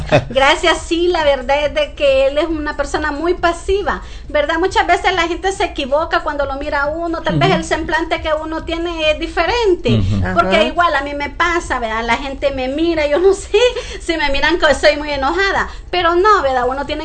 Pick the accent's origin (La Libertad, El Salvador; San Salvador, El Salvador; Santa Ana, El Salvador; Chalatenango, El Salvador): Santa Ana, El Salvador; now in Metapán, El Salvador; Yo soy de Santa Ana, pero yo tengo 35 años de estar acá.